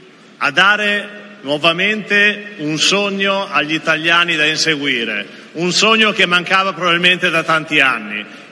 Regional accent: Emilia-Romagna, Italy; also born or lived in Modena / Ferrara; Io ve lo dico da emiliano, vengo da Modena e vengo da Ferrara

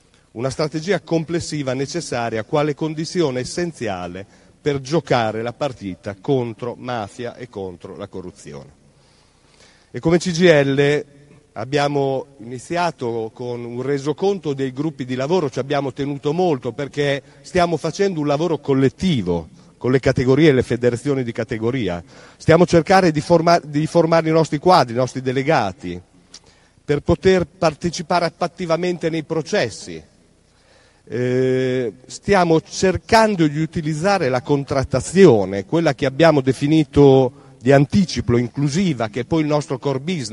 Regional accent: Bologna, Emilia-Romagna, Italy

